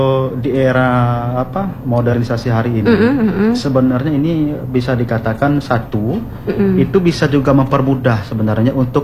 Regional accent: Bengkulu, Indonesia; memang saya dibesarkan di Bengkulu Utara itu betul-betul dari orang tua, bapak saya dan ibu saya orang Rejang

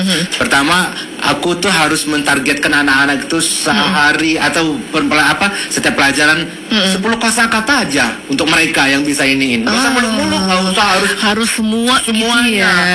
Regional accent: Lampung, Indonesia; aku orang Lampung ya punya I have the dignity gitu. Maksudnya itu hanya identitas yang aku lahirkan dari lahir di Lampung

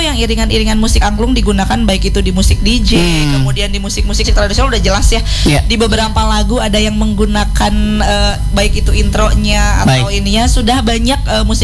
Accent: West Java, Indonesia; Kita orang Sunda punya nada sendiri namanya daminatilada.

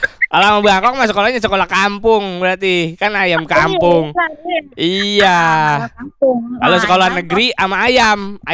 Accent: Jakarta, Indonesia; born there; saya juga aslinya orang Jakarta. Kalau ditanya orang mana? Orang Jakarta, orang saya lahir di Jakarta.

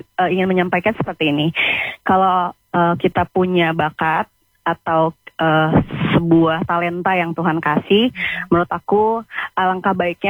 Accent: Jakarta, Indonesia; Terlebih juga sebenarnya karya cicak itu metafora akan bagaimana kita orang Jakarta tuh bisa bertahan hidup.

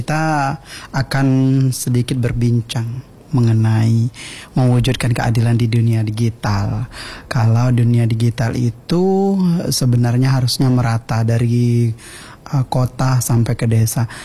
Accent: Jambi, Indonesia; desa saya, cepatnya Desa Batu Sawar.

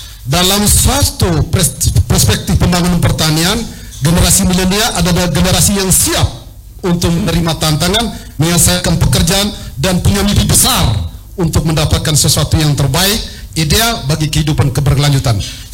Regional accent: Nuakota, Indonesia; Lebih spesifiknya di Desa Manulondo, kampung saya tercinta ini, yaitu Kampung Nuakota.

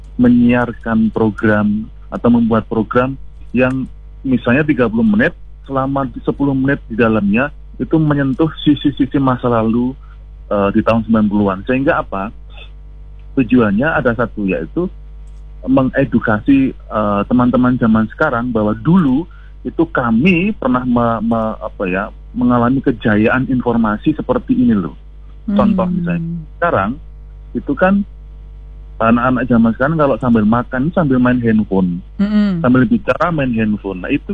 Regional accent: Yogyakarta, Special Region of Yogyakarta, Indonesia; karena saya dari Jogja ya, secara umum RRI itu karena kami di forum FKP ya di Jogja

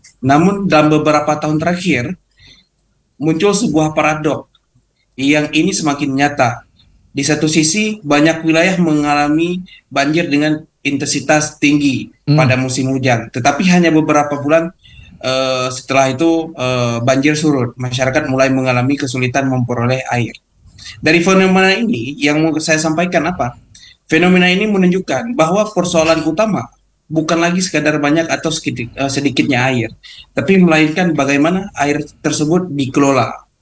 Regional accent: Langkahan District, Aceh, Indonesia; saya seperti asal dari Kecamatan Langkahan

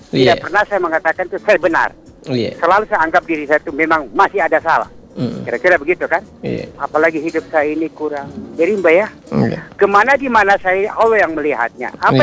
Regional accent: Palu, Central Sulawesi, Indonesia; saya lahir di Indonesia, besar di Haji Hayun, Besusu Barat

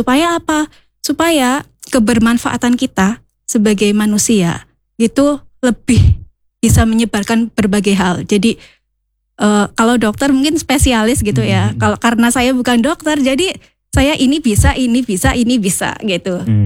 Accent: Banjarnegara, Central Java, Indonesia; saya ini lahir di desa ya. Saya aslinya Banjarnegara.

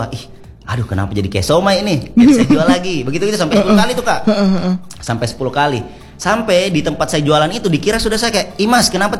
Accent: Sulawesi, Indonesia; saya orang Sulawesi tidak enakan ini.

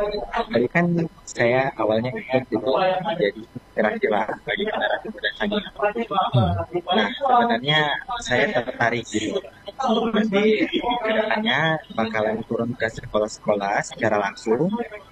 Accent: Sangihe, North Sulawesi, Indonesia; Saya putra Sangya yang sangat bangga gitu dengan Sangya itu sendiri Kak.

